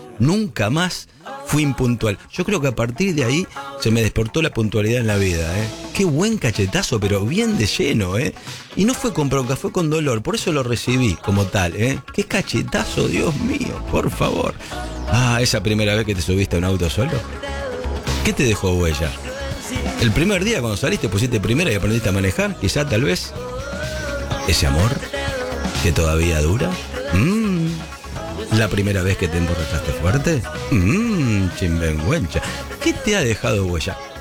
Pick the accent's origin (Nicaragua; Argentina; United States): Argentina; nosotros, como argentinos, hemos inventado un montón de cosas.